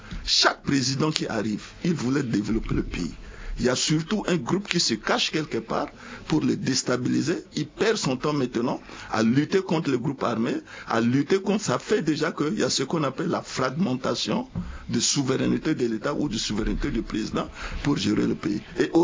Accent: Central African Republic; Mais nous, les Centrafricains, on a une faiblesse de division.

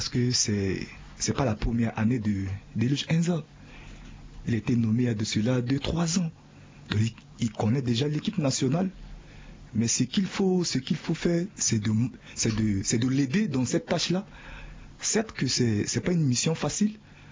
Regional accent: Central African Republic; certes, en tant que centrafricain, je souhaite cette qualification.

